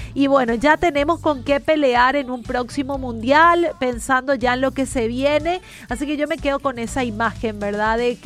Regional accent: Paraguay; hoy soy más paraguaya que nunca

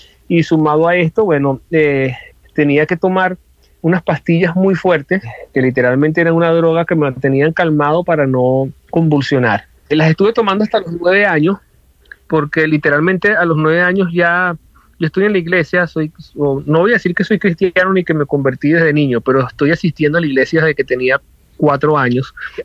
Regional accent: Venezuela; somos venezolanos y vivimos en Venezuela

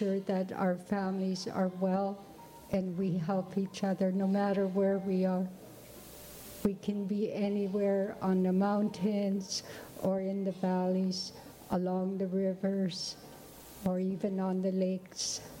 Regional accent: Whitehorse, Yukon, Canada; I come from Whitehorse, Yukon, Canada.

